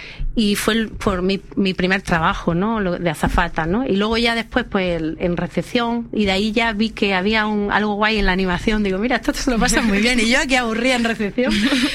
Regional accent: Almería, Andalusia, Spain; also born or lived in Madrid; yo soy muy andaluza, me encanta Andalucía, me encanta mi tierra, Almería

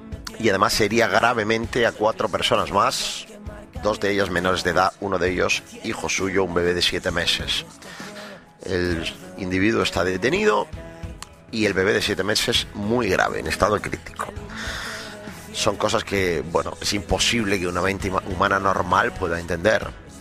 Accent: Almería, Andalusia, Spain

